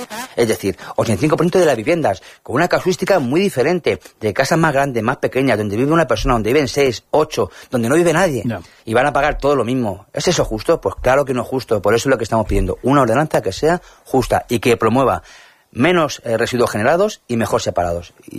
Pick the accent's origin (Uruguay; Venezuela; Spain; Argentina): Spain; Torrejón de Ardoz, Community of Madrid; Yo soy de Torrejón de toda la vida y no hay nada que me ilusione, que me mueva más que poder tener la posibilidad de transformar mi ciudad